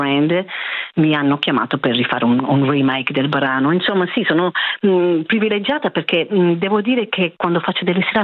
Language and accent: Italian; Australia; Io sono australiana, d'origine italiana